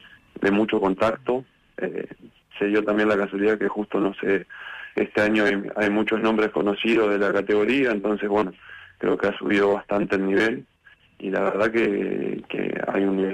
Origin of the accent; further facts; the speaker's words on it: Concepción del Uruguay, Entre Ríos, Argentina; moved away; Yo soy de Concepción del Uruguay, Entre Ríos.